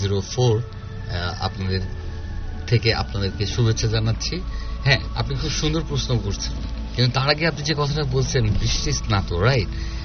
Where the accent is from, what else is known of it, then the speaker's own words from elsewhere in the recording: Khulna, Khulna Division, Bangladesh; also born or lived in Jhenaidah; আমি আমার ছোটবেলাটা কেটেছে, বড় হয়েছে আসলে খুলনাতে। আমি খুলনা খালিশপুর পোর্ট স্কুল, যেটা মোংলা বন্দর কর্তৃপক্ষ খুলনা খালিশপুরে, ওখানে আমি বড় হয়েছি।